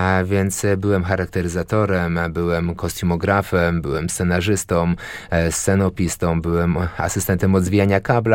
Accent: Łódź, Łódź Voivodeship, Poland; Tak, tak, jestem łodzianinem z krwi i kości. Urodziłem się na Bałutach, wychowałem się na Widzewie, Teofilowie i Rytkini, więc de facto w każdej dzielnicy tutaj w Łodzi mieszkałem

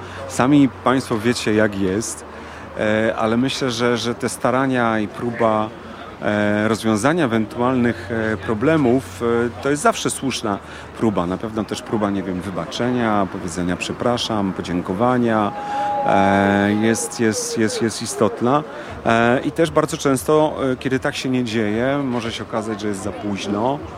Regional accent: Kraków, Lesser Poland, Poland; now in Warsaw, Poland; Ja mamę chcę zabrać do Warszawy. Jestem z Krakowa.

